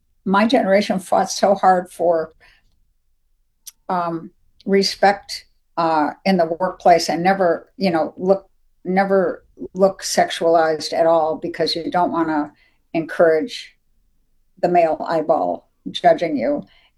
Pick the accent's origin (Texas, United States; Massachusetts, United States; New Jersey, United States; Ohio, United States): Ohio, United States; Dayton; born there; Yep, coming home to my roots, my roots. My yeah, I was born in Dayton.